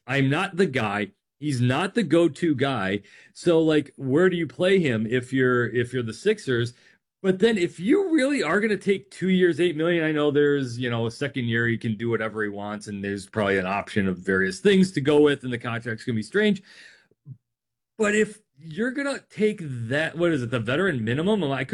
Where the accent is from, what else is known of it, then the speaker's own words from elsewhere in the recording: Minneapolis, Minnesota, United States; I'm from Minneapolis and who wants to live there?